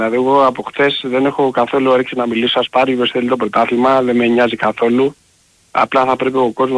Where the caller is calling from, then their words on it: Greece; τι θα κάνουμε σαν Έλληνες?